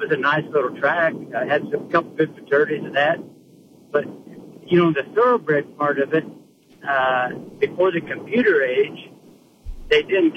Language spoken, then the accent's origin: English; Iowa, United States; moved away as an adult; now in Colorado, United States; I was raised up in Iowa.